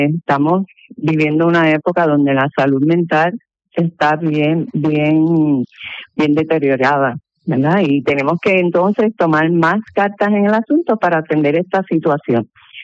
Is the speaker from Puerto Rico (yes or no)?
yes; Utuado, Puerto Rico; born there; Nací en Utuado y conozco el área y sé que es una de gran necesidad.